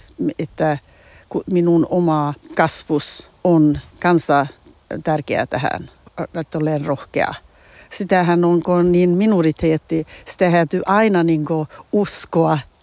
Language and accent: Finnish; Norrbotten County, Sweden; en minä usko, että se on niin kuin, että minä olen tornionlaaksolainen, mutta minä uskon, että se on minun persoonlighet.